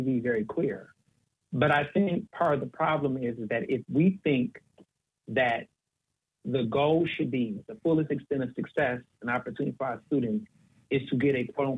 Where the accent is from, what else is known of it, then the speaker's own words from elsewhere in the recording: Houston, Texas, United States; also born or lived in Chicago; now in Philadelphia, United States; I grew up in Texas. I lived in Philadelphia for 16 years. But when I grew up and how I grew up in the cities I'm from, right, born in Chicago, but grew up in Houston